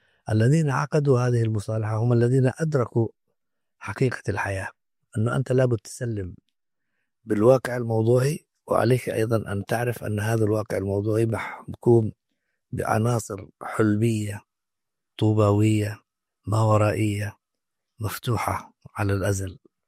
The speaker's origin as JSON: {"language": "Arabic", "country": "Yemen", "said": "عندنا في اليمن"}